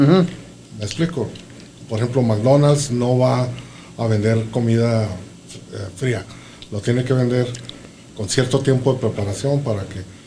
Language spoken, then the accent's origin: Spanish; Ciudad Juárez, Chihuahua, Mexico; Dijo, ¿de qué parte? De Juárez, Chihuahua.